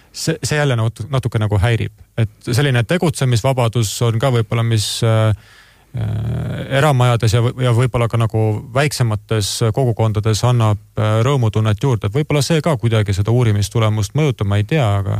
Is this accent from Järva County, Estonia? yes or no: no; Tamsalu, Lääne-Viru County, Estonia; moved away; ma olen maalt pärit Lääne-Virumaalt väiksest linnast nagu Tamsalu